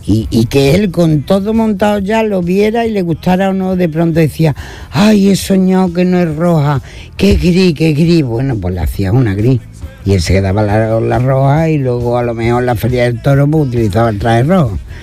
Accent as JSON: {"language": "Spanish", "region": "Andalusia", "country": "Spain"}